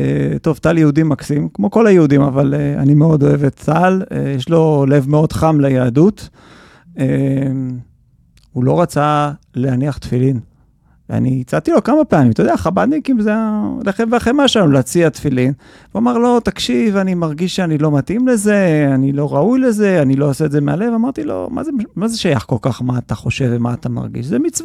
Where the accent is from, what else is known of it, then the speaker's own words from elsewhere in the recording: Ra'anana, Central District, Israel; גדלתי ברעננה, בבית מסורתי, לא דתי בכלל.